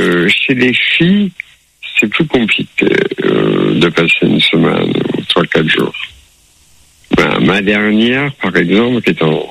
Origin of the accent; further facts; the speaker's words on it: Orléansville, Chlef Province, Algeria; born there; Je suis né en Algérie, de culture juive. Donc j'ai grande famille. Je suis né à Orléansville.